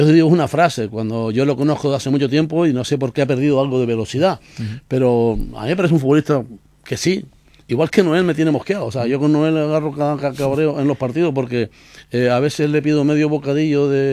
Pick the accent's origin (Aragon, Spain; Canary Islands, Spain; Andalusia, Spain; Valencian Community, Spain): Canary Islands, Spain; playa del Médano en mi tierra